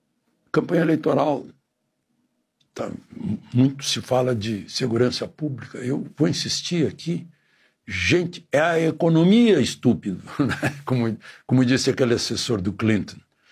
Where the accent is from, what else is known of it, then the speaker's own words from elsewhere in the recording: Rio Grande do Sul, Brazil; amanhã lá no meu estado, Rio Grande do Sul